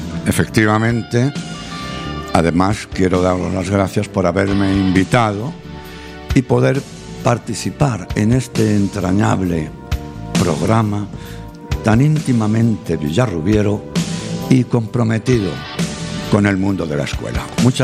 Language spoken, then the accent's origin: Spanish; Ciudad Real, Castilla-La Mancha, Spain; born there; also born or lived in Pozuelo de Calatrava; now in Málaga, Spain; Nací en Pozuelo de Calatrava, pero ya vivían mis padres en la capital, en Ciudad Real capital.